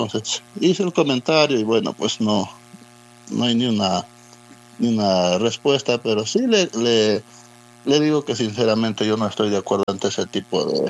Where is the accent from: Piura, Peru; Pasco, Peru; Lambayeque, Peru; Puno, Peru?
Pasco, Peru; Villa Rica; nuestro distrito de Villarrica